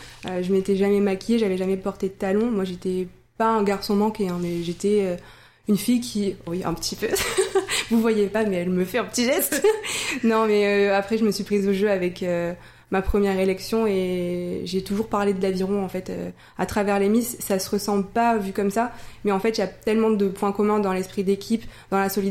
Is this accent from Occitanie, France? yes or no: yes; Aigues-Mortes, Occitanie, France; moved away as an adult; also born or lived in Nîmes; now in Le Mans, France; Alors, je viens d'Aigues-Mortes. Je suis née à Aigues-Mortes. Enfin, je suis née à Nîmes, mais j'ai grandi à Aigues-Mortes de ma plus tendre enfance jusqu'à mes 22 ans.